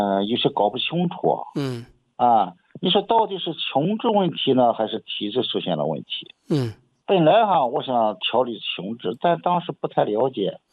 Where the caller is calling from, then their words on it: Shandong, China; 我是山东的听众